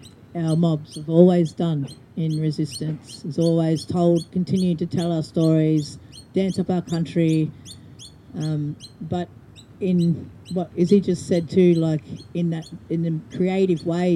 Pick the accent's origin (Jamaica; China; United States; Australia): Australia; Victoria; we grew up down in Gunai country doing, you know, not just NAIDOC protests, protests for language, mother tongue, everything